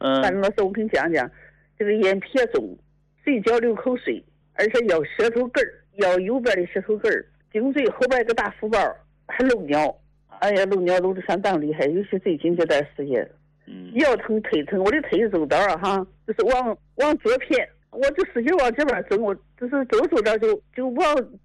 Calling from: Yantai, Shandong, China; 我是山东烟台的。

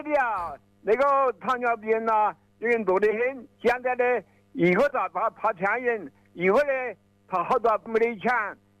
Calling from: Macheng, Hubei, China; 马城呢，我在沙口镇，挨着河南跟安徽交界

